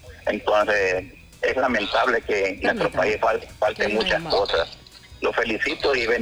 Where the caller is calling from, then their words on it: Honduras